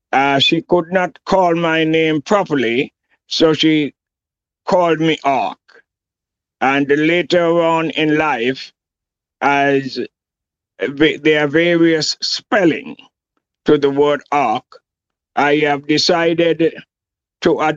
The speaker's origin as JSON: {"language": "English", "country": "Montserrat", "tie": "born or raised there", "said": "Well, to begin, I was born on Glendon Hospital. I resided in Boston Village all my life. My entire 45 years in Montreal, Boston Village was my home."}